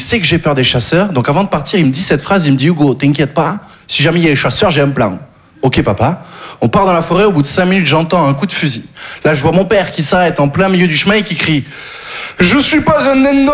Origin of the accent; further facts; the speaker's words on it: Occitanie, France; Je viens du Sud, j'ai grandi dans le Gard. Le Gard, vous connaissez ? Disneyland pour les chasseurs.